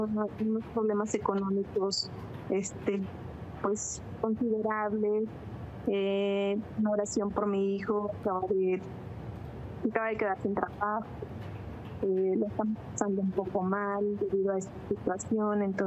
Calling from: San Luis Potosí, Mexico; hablo de San Luis Potosí, México.

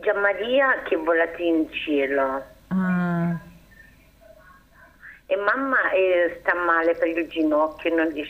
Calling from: Pisticci, Basilicata, Italy; Pisticci.

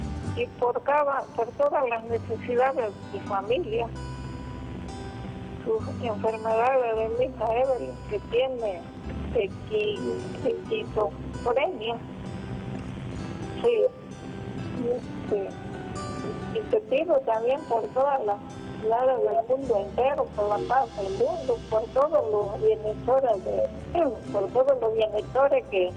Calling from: Orizaba, Veracruz, Mexico; De aquí, de Orizaba, Veracruz.

